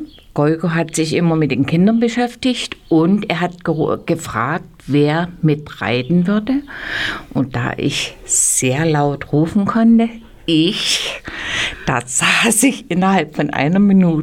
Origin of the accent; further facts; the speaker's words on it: Ehrenberg, Germany; born there; ich bin auch geboren in Ehrenberg, bin auch in die Schule gegangen und wurde ausgesucht